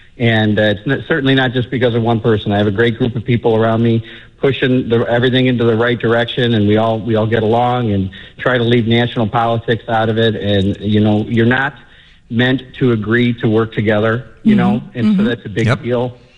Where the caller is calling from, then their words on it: Hampshire, Illinois, United States; Hi, I'm calling from beautiful Hampshire, Illinois.